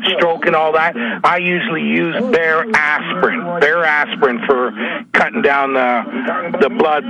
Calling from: Ontario, Canada; I'm up here in Toronto, north of Toronto, 3 hours north of Toronto.

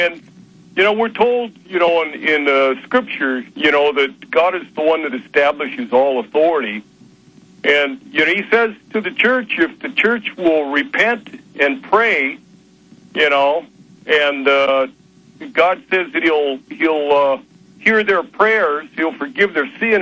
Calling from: Washington, United States; I'm a caller from Washington State.

